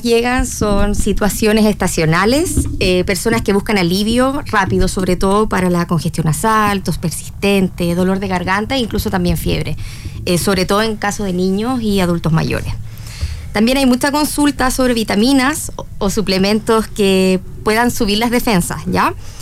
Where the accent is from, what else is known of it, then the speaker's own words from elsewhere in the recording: Chile; nosotros como población chilena presentamos varias enfermedades de base